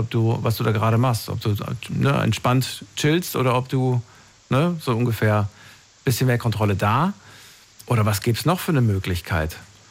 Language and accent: German; Thuringia, Germany; born there; Ich bin in Thüringen geboren, das war früher so.